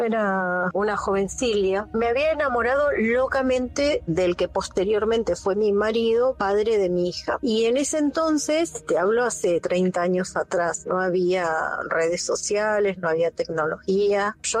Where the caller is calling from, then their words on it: Tortuguitas, Buenos Aires Province, Argentina; de Tortuguitas